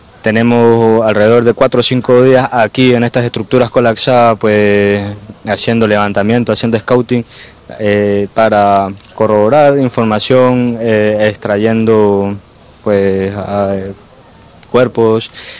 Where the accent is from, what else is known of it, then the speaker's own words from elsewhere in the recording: Mérida, Yucatán, Mexico; vengo de Mérida, del grupo de rescate Enrique Burgoyne.